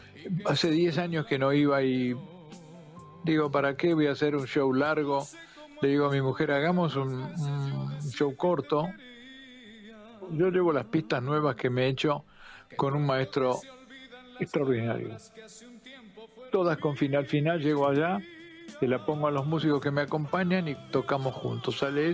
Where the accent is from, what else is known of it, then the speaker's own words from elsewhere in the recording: Argentina; yo, como buen argentino desconfiado